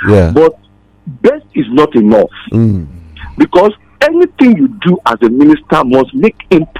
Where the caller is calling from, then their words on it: Nigeria; from Ajota.